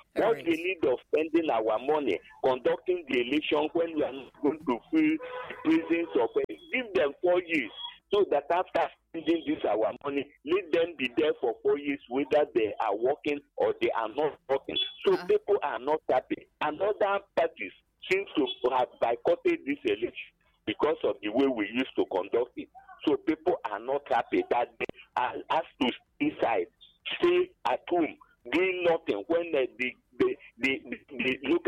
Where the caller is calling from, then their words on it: Abapanike, Enugu State, Nigeria; I'm calling from Abapanike, Enugu.